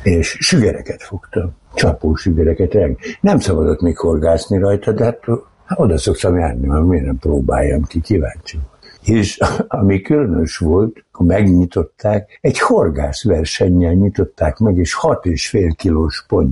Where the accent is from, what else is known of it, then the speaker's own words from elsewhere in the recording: Tatabánya, Komárom-Esztergom, Hungary; born there; Igen, ott születtem, de valójában nem tatabányaiak vagyunk